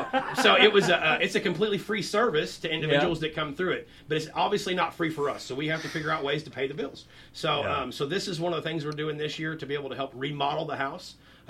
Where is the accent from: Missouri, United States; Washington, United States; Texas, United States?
Missouri, United States; Clinton; I grew up in Clinton, yep.